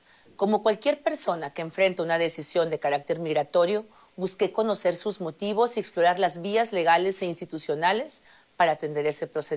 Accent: Mexico; Como mujer mexicana y como gobernadora, siempre defenderé nuestra soberanía, mi compromiso con nuestro gran país no admite dudas.

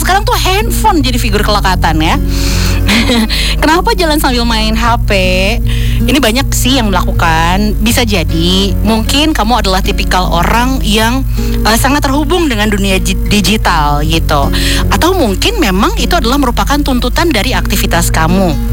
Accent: Bandung, West Java, Indonesia; karena dari kecil, waktu kecil aku di Bandung kan.

